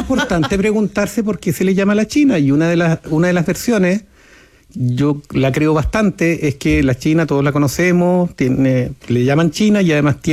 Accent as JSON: {"language": "Spanish", "region": "southern Chile", "country": "Chile", "tie": "born there", "moved": "yes", "said": "uno en su infancia... hasta la tusa con los inviernos de este tipo en el sur."}